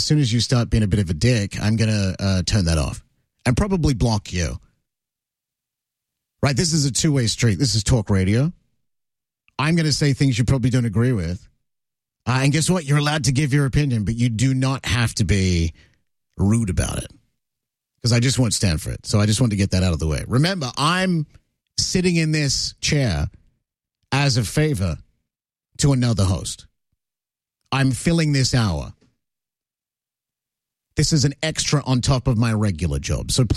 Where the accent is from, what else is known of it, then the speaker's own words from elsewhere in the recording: Canada; moved away; I'm a Canadian. I've been here for 20 years, so shut your face.